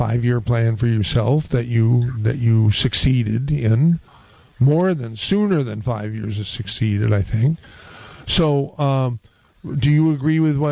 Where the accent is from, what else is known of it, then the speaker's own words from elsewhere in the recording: Santa Cruz, California, United States; a lot of other people who were born and raised in Santa Cruz or who have lived here for many, many years, not necessarily natives like I am